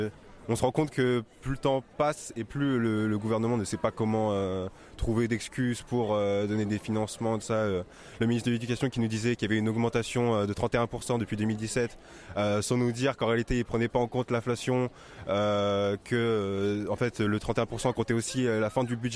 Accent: Saint-Denis, Île-de-France, France; Moi, je suis de Saint-Denis

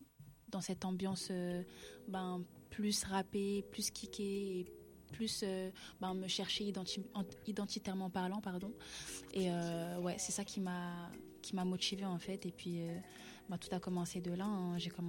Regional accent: Île-de-France, France; Voilà, je viens du 94, je suis d'origine martiniquaise et haïtienne.

